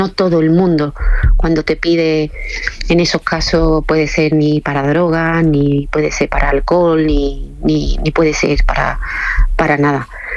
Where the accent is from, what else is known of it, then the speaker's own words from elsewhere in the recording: Spain; nosotros somos de Cama, que somos muy conocidos en Cama